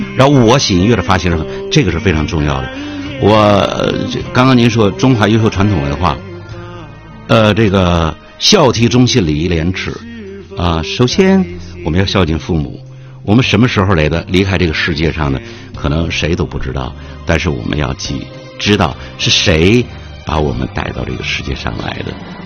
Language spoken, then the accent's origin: Chinese; Baicheng, Jilin, China; 在我的故乡白城啊，我和我的弟弟成立了一个众邦公益。